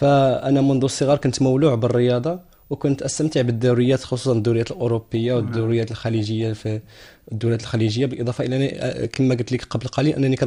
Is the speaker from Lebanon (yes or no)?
no; Morocco; نحن مغاربه